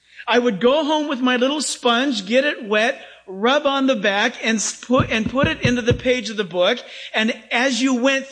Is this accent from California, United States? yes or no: yes; San Diego, California, United States; also born or lived in Orange County; Some of you in here are old enough to remember, like I do, growing up in San Diego and then in Orange County